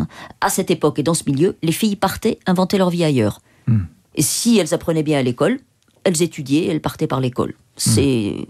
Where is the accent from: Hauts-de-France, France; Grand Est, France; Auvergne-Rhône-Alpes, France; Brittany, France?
Auvergne-Rhône-Alpes, France; born or raised there